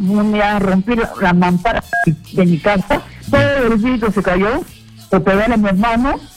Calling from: Lima, Peru; De Surquillo

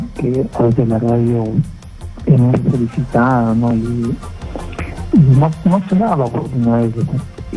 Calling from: Lima, Peru

